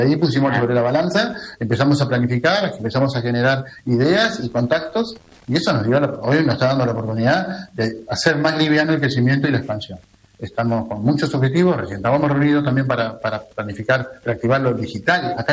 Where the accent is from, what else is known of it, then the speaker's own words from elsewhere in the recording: Bolívar, Buenos Aires Province, Argentina; born there; Yo soy de Bolívar, nacido en Bolívar y me encanta Bolívar.